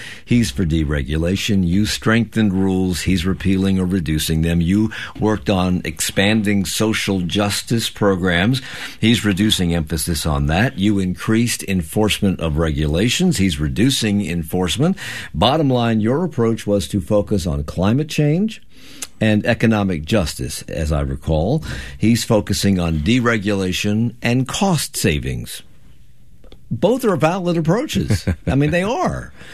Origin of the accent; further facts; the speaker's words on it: Washington, District of Columbia, United States; also born or lived in Alexandria, Virginia; I grew up in D.C.